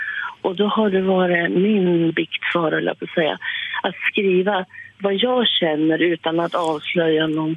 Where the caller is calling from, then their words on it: Västerås, Västmanland County, Sweden; Jag är ju från Västerås.